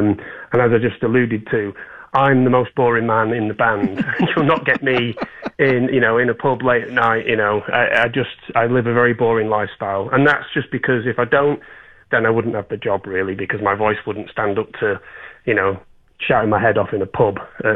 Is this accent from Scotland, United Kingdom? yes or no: no; Manchester, North West England, United Kingdom; I'm from Manchester in the UK, which is in the north